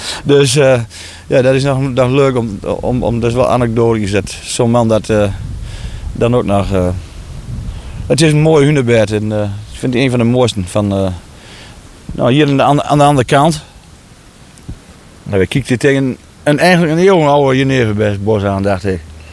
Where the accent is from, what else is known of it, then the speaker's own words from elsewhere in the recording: Drenthe, Netherlands; Ik ben ook nooit uit Drenthe weggegaan.